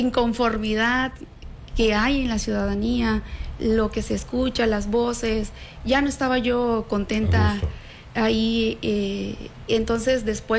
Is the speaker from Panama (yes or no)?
no; Huimanguillo, Tabasco, Mexico; De donde soy originaria.